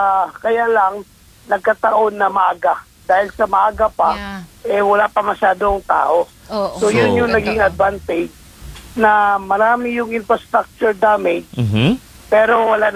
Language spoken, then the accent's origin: Tagalog; Soccsksargen, Philippines; doon kasi sa amin sa South Cotabato